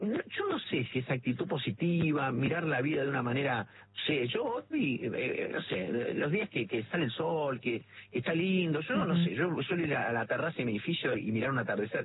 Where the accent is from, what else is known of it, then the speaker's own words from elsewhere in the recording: Rafaela, Santa Fe, Argentina; also born or lived in Córdoba; No nací en Rafaela.